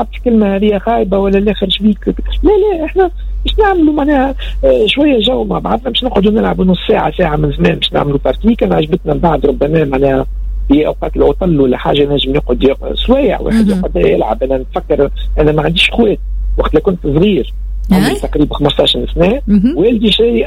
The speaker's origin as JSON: {"language": "Arabic", "country": "Tunisia", "said": "عندنا في تونس"}